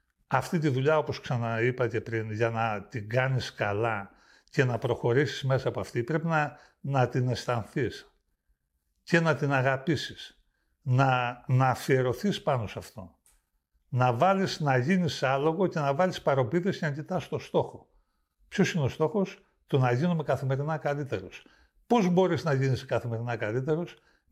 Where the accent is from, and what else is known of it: Greece